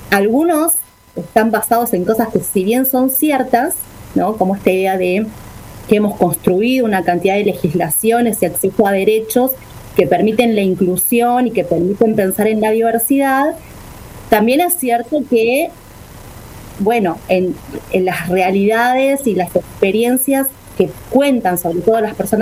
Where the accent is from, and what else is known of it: Argentina